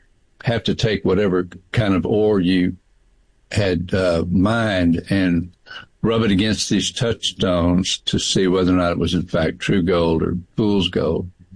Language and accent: English; Houston, Texas, United States; now in San Marcos, United States; born and raised in Houston in the flatlands, you know, being up here in Austin area, in the Hill Country area, we're in San Marcos now.